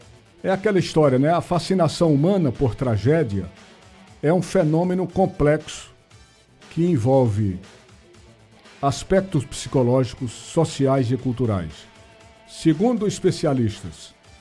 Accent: Olinda, Pernambuco, Brazil; em Olinda, a minha terra, onde eu moro

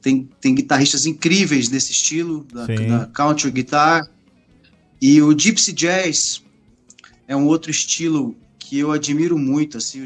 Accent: Recife, Pernambuco, Brazil; also born or lived in Rio de Janeiro; eu nasci no Rio, mas saí muito pequenininho e estou há muitos anos aqui em Recife. Sim. Então, eu sou praticamente um pernambucano recifense.

